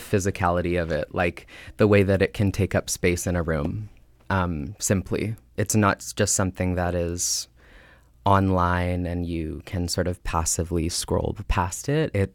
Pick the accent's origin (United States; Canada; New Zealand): Canada; British Columbia; near the town that I grew up in the Thompson Okanagan area of British Columbia.